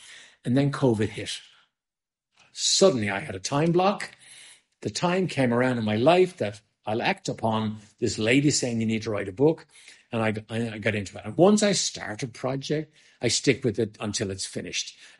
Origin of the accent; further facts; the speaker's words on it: Ireland; now in United States; Oh, very Irish. Oh, definitely an Irishman. Yeah. I have dual citizenship. So I still have my Irish passport and an American passport, but very much Irish all the way through every fiber of my being.